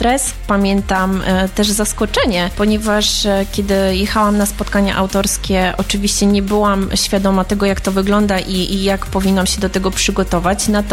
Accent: Iława, Warmian-Masurian Voivodeship, Poland; o ile wydawałoby się, że mam łatwiej pod kątem Iławy, bo jestem rodowitą iławianką

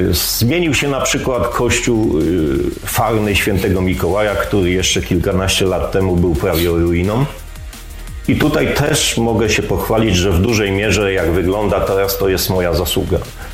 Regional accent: Mogilno, Kuyavian-Pomeranian Voivodeship, Poland; born there; now in Inowrocław, Poland; Nie jestem urodzony Inowrocławianinem. Wszyscy się dziwią właśnie. Urodziłem się w Mogilnie, czyli niedaleko, Żabiskok, ale od 1988 roku przeprowadziłem się do Inowrocławia, tutaj się ożeniłem, tutaj zamieszkałem

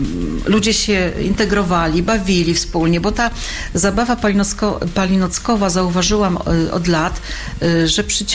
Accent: Warmian-Masurian Voivodeship, Poland; a u nas na Mazurach właśnie palinocką.

